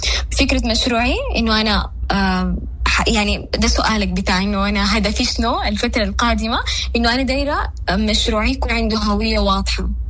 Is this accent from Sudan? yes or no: yes; Sudan; إحنا كسودانيين إحنا ما معروفين للعالم.